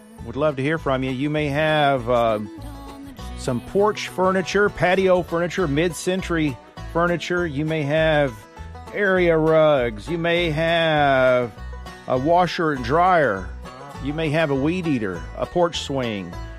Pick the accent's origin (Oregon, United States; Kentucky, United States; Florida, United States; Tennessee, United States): Kentucky, United States; as an American citizen, as a Kentucky resident.